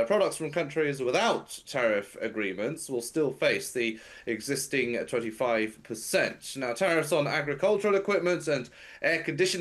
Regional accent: United Kingdom; now in South Korea; being from the UK

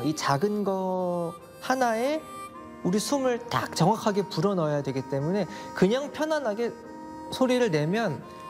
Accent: South Korea; moved away as an adult; also born or lived in Norway; 이번에 제가 심사위원으로 간 것이 한국인으로서는 처음이자 유일하게 심사위원으로 가게 됐습니다.

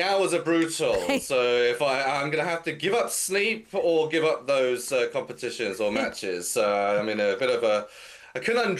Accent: England, United Kingdom; But, I am from England, so.

